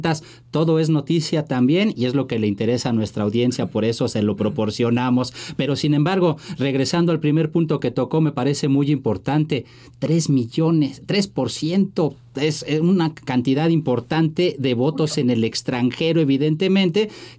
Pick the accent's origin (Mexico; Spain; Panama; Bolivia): Mexico; los mexicanos conocemos bien